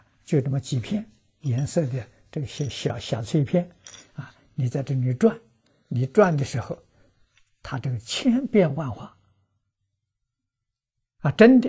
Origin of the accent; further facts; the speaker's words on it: China; 法耳跟我们中国人讲自然啊，自然而然，意思很接近。